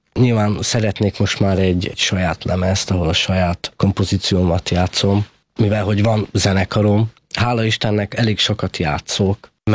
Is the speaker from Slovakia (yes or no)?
yes; Rožňava, Košice Region, Slovakia; Hát ugye én zenés családba születtem eleve, Szlovákiába, ugye onnan származom, Felvidékről, Rozsnyóról, és nekem apukám szintén zongorista.